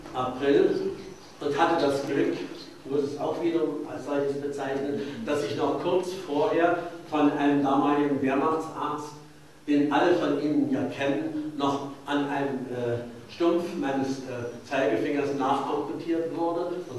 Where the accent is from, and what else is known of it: Königsberg, East Prussia, Germany; born or raised there